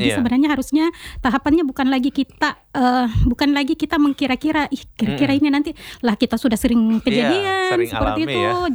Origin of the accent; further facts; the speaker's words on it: Kendari, Southeast Sulawesi, Indonesia; kita orang Kendari